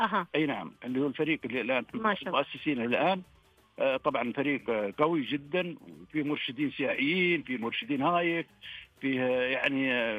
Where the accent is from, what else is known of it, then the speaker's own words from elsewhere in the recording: Asir, Saudi Arabia; moved away; فأنا دائما أحب أرجع لقريتي القديمة والأرض القديمة اللي هي وادي غيثان.